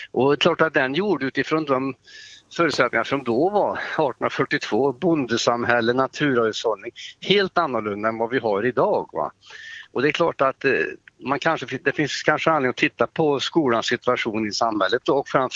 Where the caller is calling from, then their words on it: Arvika, Värmland, Sweden; jag är pensionär nu och jag tycker att sommaren är förnämlig på alla sätt och vis. Så jag har varit en sväng i Roslagen och jag är på väg hem till Arvika från stadsvandring.